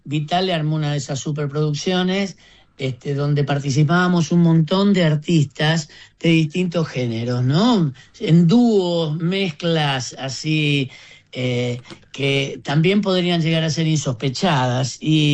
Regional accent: Rosario, Santa Fe, Argentina

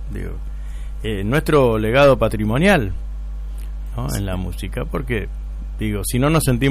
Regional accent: Uruguay; Sí, somos uruguayos.

